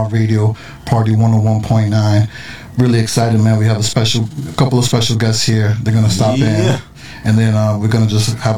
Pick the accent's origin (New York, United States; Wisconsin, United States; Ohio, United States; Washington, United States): New York, United States; New York City; I was born and raised in the Bronx. Like, I love, like, you know, I was born and raised by Yankee Stadium. Shout out to, you know, High Bridge, Yankee Stadium. I grew up the hill right